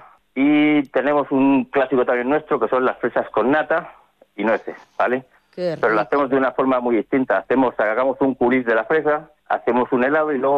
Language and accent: Spanish; Castilla-La Mancha, Spain; nosotros antes en La Mancha teníamos mucha pescado